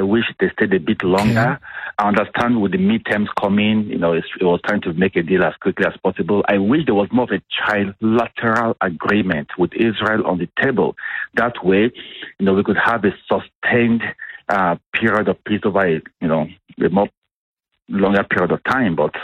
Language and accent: English; Nigeria; now in Calgary, Canada; I am originally from Nigeria, I now live in Calgary, Alberta.